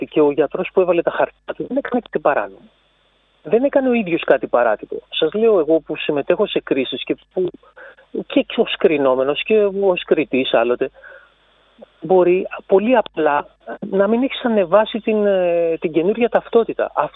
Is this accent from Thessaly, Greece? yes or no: yes; Volos, Thessaly, Greece; να την πω σαν Βολιώτης και εγώ μετά από τόσα χρόνια που αγαπάω αυτόν τον τόπο